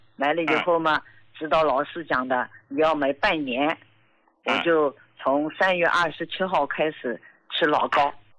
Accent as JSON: {"language": "Chinese", "region": "Jiangsu", "country": "China", "said": "我今年73岁。我是江苏的"}